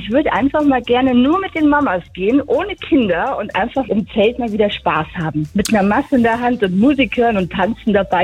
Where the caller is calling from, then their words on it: Munich, Bavaria, Germany; Und wir sind als waschechte Münchner natürlich jedes Jahr auf der Wiesn